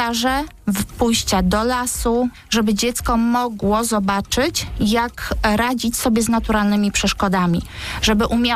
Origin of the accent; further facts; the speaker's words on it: Gdynia, Pomeranian Voivodeship, Poland; Ja jestem z Gdyni